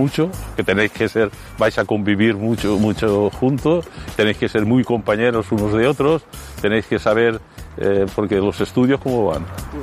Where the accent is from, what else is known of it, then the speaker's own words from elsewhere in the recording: Puçol, Valencian Community, Spain; Jo, per les esprades, me n'anava al camp del meu poble, que era el Pusol, tancava la porta del camp de futbol